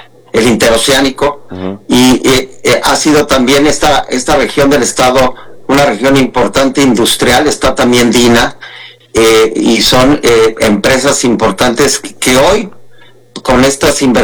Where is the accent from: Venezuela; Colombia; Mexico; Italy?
Mexico; nosotros como mexicanos